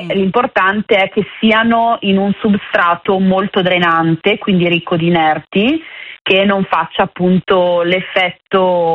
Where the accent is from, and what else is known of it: Parma, Emilia-Romagna, Italy